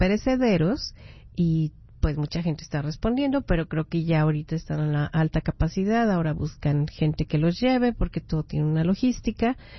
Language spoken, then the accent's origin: Spanish; Mexico; Las personas que somos de México, pues entendemos la pérdida material y la pérdida de personas en este tipo de catástrofes.